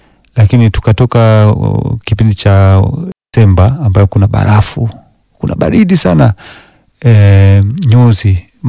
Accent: Tanzania; Swahili is a second language; also born or lived in Denmark; Mimi ni Masai na Mchaga kidogo.

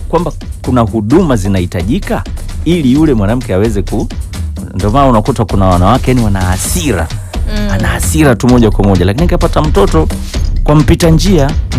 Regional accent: Tanzania; Mimi ni Mtanzania.

